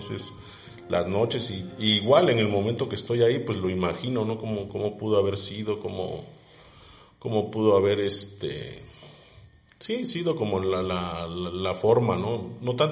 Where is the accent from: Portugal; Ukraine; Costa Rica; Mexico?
Mexico; Oaxaca; la parte prehispánica que nos representa pues como jojeños o como oaxaqueños.